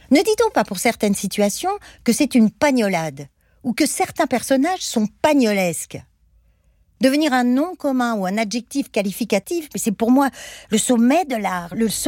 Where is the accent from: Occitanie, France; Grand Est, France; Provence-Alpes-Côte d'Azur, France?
Provence-Alpes-Côte d'Azur, France; Marseille; born there; Moi, je suis née à Marseille. C'est une ville qui me constitue comme pratiquement chaque Marseillais qui se respecte et se revendique en tant que tel.